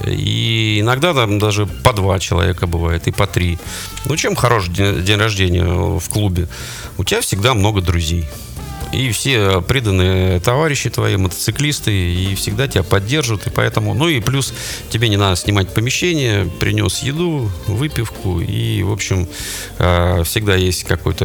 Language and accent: Russian; Russia; born there; все мы родились в России, в Советском Союзе